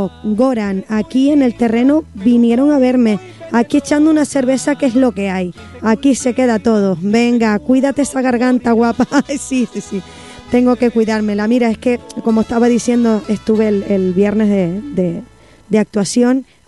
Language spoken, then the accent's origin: Spanish; Arafo, Canary Islands, Spain